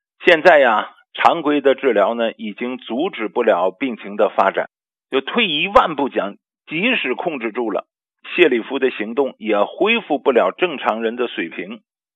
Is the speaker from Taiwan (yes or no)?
no; China; 因为啊知道我们是中国人，是打中国来的